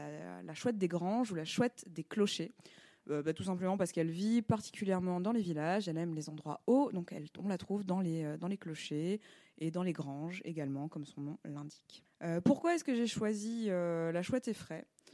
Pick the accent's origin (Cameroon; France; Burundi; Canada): France; On est Français, on est sympa.